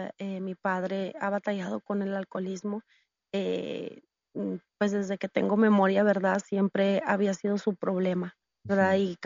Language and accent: Spanish; San Nicolás de los Garza, Nuevo León, Mexico; Bueno, pues soy de aquí de Monterrey, Nuevo León. Vivimos en toda mi adolescencia y mi infancia, lo vivimos en San Nicolás de los Garza.